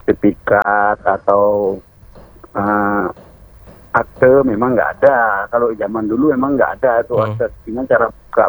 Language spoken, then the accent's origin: Indonesian; Medan, North Sumatra, Indonesia; Nah, saya memang dari Medan dulu, memang khusus ke sini, memang saya yang anggota dulu itu PT Telagasari.